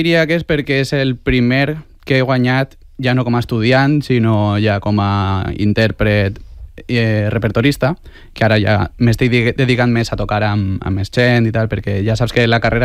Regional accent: Valencian Community, Spain; Tenia jo l'espineta de tocar a falles com a bon valencià.

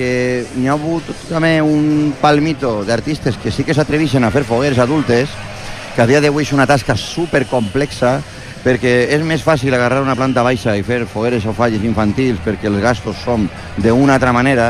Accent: Elda, Valencian Community, Spain; jo que sóc d'Elda

